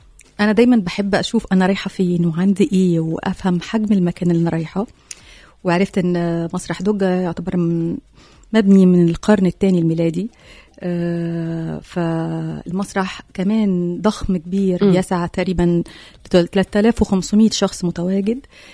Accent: Egypt; وعندنا في مصر بنقول بنتسلطن اكتر.

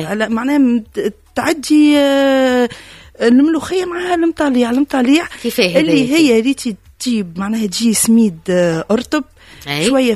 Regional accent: Tunisia; بالحق محلاها بلادنا تونس

